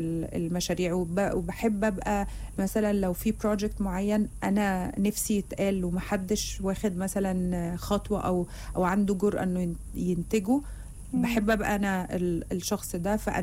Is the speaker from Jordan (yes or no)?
yes; Jordan; عندنا في الاردن ردح مالوش هو الردح مميز